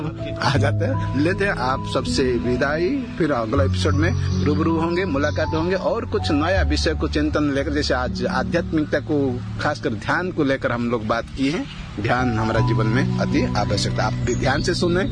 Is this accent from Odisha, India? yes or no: yes; Odisha, India; हम ओडिशा से आए